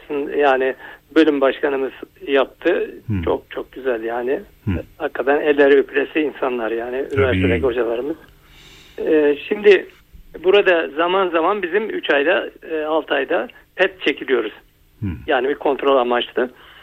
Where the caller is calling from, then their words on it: Antalya, Turkey; Antalya'dan arıyorum